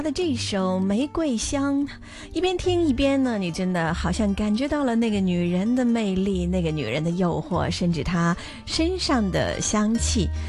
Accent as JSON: {"language": "Chinese", "region": "Beijing", "country": "China", "said": "和我一样来自北京，"}